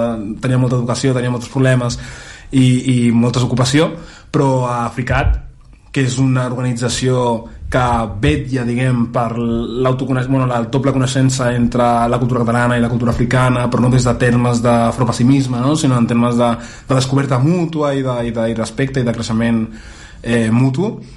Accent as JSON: {"language": "Catalan", "town": "Barcelona", "region": "Catalonia", "country": "Spain", "tie": "born or raised there", "said": "sobretot al meu barri, on vaig créixer, que és Nou Barri, Ciutat Meridiana, Torre Baró, que també hi ha un col·lectiu molt gran d'origen africà"}